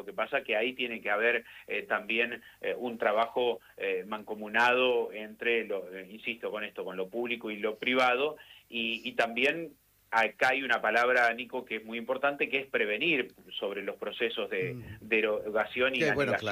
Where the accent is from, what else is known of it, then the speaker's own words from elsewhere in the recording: Lincoln, Buenos Aires Province, Argentina; moved away; voy para mi pueblo, que el partido de Lincoln, que atraviesa ya Carlos Tejedor también